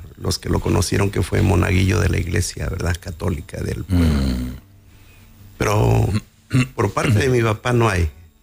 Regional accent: Nezahualcóyotl, State of Mexico, Mexico; Vengo de Nezahualcóyotl, o sea, soy de Nezahualcóyotl.

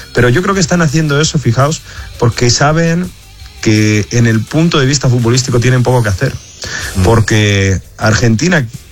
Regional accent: Spain; now in Madrid, Spain; como decimos en España

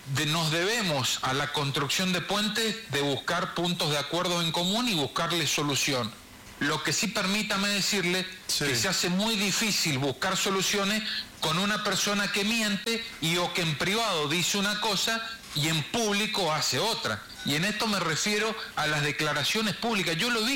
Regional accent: San Rafael, Mendoza, Argentina; esto lo digo como sanrafaelino

